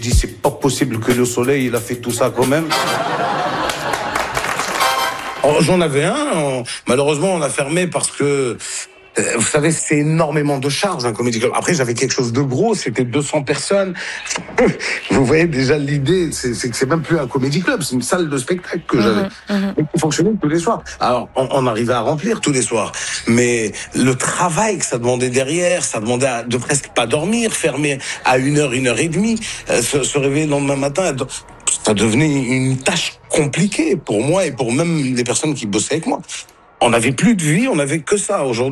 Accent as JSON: {"language": "French", "country": "Morocco", "said": "Nous on vient du Maroc à la base."}